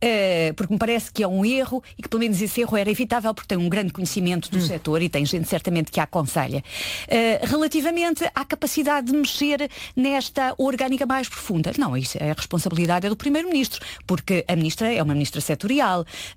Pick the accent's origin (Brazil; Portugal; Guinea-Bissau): Portugal; sou portuguesa